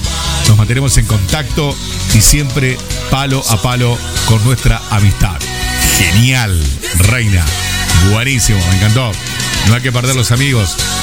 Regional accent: Argentina; somos argentinos

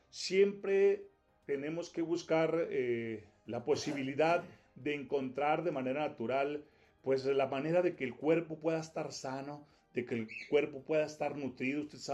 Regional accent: Valle de Zaragoza, Chihuahua, Mexico; born there; now in Ciudad Camargo, Mexico; paisano de mi tierra, de la tierra que me vio nacer, Valle de Zaragoza.

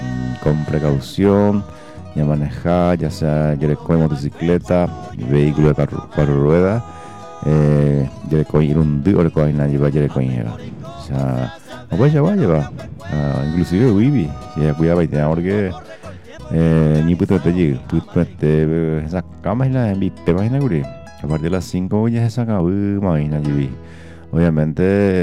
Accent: Paraguay; como buen paraguayo y paraguaya que somos.

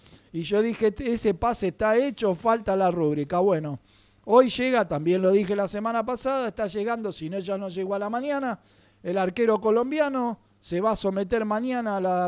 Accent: Mercedes, Soriano, Uruguay; mi pueblo, en Mercedes

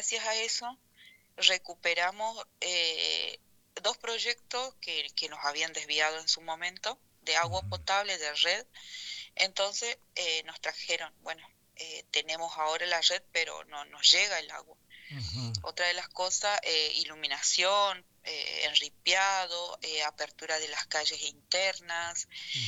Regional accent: La Tigra, Chaco, Argentina; a 200 kilómetros de la capital chaqueña, digamos, Resistencia, y estoy en La Tigra, en el paraje Lote 12. Acá nací, crecí

